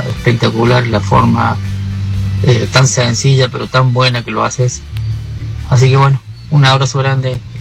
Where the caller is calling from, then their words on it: Malagueño, Córdoba, Argentina; Soy de Malagueño